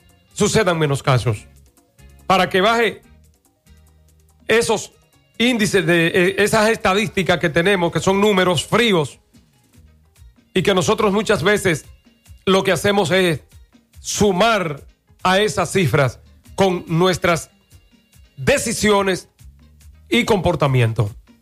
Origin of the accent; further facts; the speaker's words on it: Dominican Republic; nosotros como dominicanos, como gente que tiene que vivir en esta generación